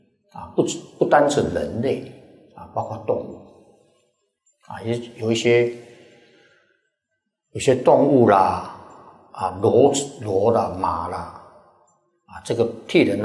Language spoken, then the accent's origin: Chinese; Taiwan; 我们是台湾来的啊，带些钱啊，在这边啊，哎呀，蛮好用的啊。